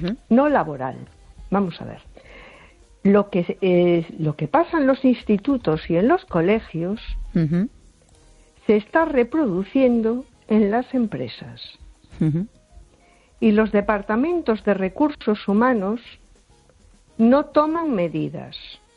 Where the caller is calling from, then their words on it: A Coruña, Galicia, Spain; Hola, buenas noches. … de Coruña.